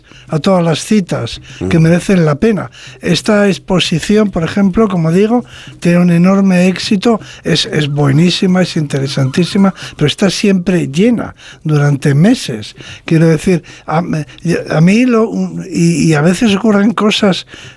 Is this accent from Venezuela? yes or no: no; Spain; me confirma en lo que siempre he pensado, de que somos los españoles un pueblo culto